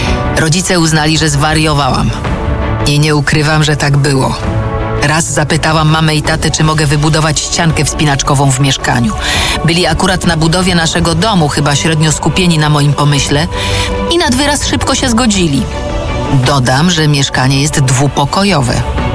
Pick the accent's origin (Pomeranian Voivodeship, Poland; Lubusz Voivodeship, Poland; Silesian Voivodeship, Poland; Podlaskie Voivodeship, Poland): Silesian Voivodeship, Poland; moved away as an adult; Jesteśmy typową śląską rodziną